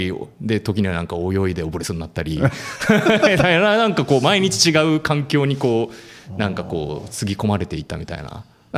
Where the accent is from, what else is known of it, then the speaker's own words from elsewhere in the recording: Tokyo, Japan; あ、出身は、東京ですね。